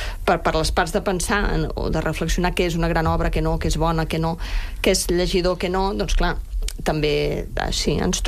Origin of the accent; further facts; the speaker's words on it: La Garriga, Catalonia, Spain; Com el llibreter del meu poble, en Jordi de l'Estrogoff, de la llibreria Estrogoff de la Garriga